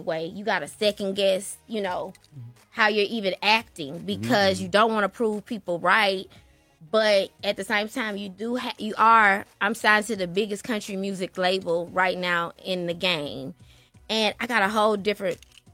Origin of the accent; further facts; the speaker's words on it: Memphis, Tennessee, United States; Yeah, and then I'm from Memphis. Like we're like, you know, no nonsense.